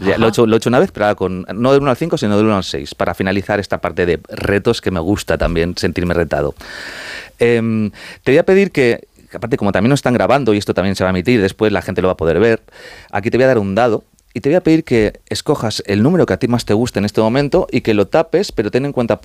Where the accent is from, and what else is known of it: Community of Madrid, Spain